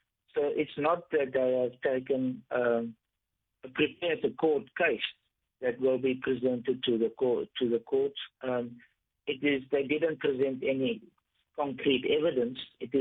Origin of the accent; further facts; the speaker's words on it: South Africa; But, you know, being a South African myself and what I've seen here